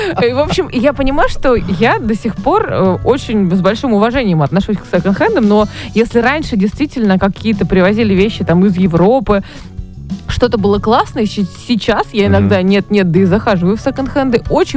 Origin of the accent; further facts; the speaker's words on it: Moscow, Russia; в детстве я жила в Орехово-Борисово на улице Борисовский.